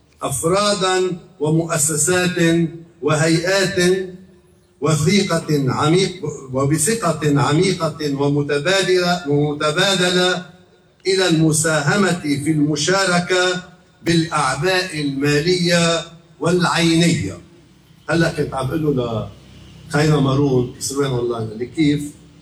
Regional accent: Zouk Mosbeh, Mount Lebanon, Lebanon

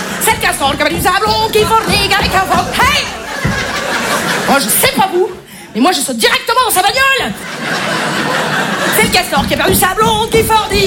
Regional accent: Marseille, Provence-Alpes-Côte d'Azur, France; accent: Marseille; Ah, je m'y connais en accent, hein. Je suis marseillaise.

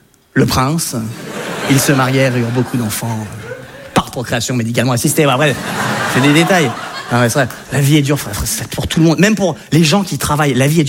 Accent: France; je suis français, mais j'ai des origines hollandaises, belges, françaises, mongoles, chinoises, turques et suédoises.

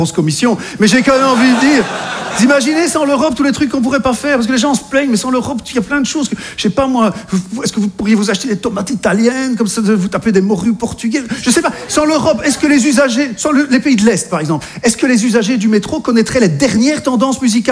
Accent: Belgium; now in France; je suis belge, j'habite en France et j'ai été dépucelé en Espagne par une Anglaise.

